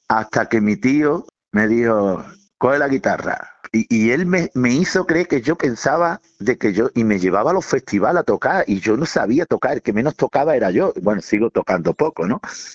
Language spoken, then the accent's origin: Spanish; Vélez-Málaga, Andalusia, Spain; Yo soy de Vélez Málaga.